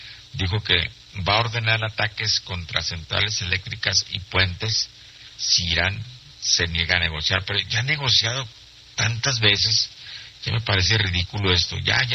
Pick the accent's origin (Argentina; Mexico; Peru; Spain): Mexico; Chihuahua; born there; Nací en Chihuahua.